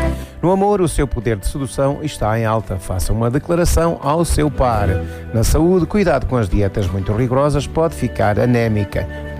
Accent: Sequeiros, Portugal; um hino à minha terra

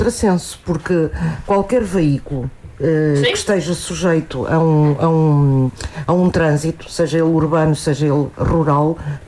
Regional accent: Portugal; nós sabemos que enquanto portugueses nós gostamos de desafiar os limites

